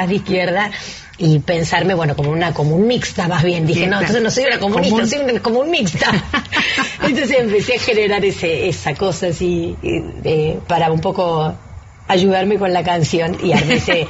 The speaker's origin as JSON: {"language": "Spanish", "country": "Argentina", "said": "sobre todo siendo argentino"}